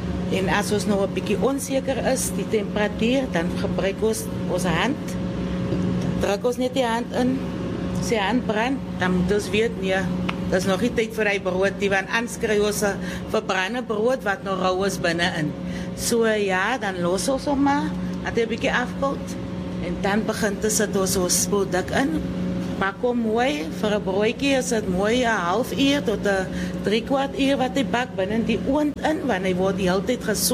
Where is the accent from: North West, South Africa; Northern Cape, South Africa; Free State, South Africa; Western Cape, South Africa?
Western Cape, South Africa; Touws River; also born or lived in Liboneer; Ja, nee, ek is een plaasmeisie, ja. Ek is gebore op Liboneer en groot geraak in die Touwsrivier.